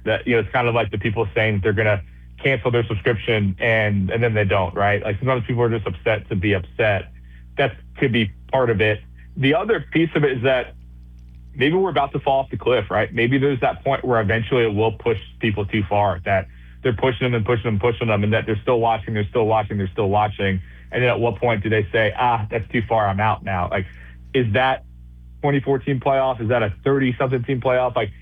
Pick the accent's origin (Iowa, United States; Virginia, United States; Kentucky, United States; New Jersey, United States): New Jersey, United States; I'm from Jersey.